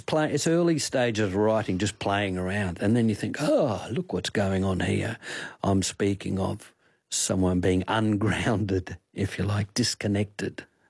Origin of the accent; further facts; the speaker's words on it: Albany, Western Australia, Australia; I had an elder at the time who's still around and living down in Albany, my hometown, ring me up